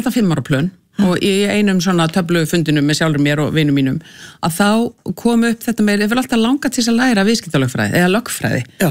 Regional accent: Reykjavík, Capital Region, Iceland; En ég er uppalinn í Reykjavík, skólagangan var hérna í Breiðholtinu, sko.

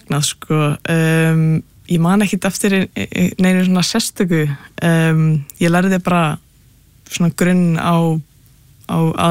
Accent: Capital Region, Iceland; Nei, ég er ættu að vestan ég úlst upp bara hérna bara á höfburgarsvæðinu sko.

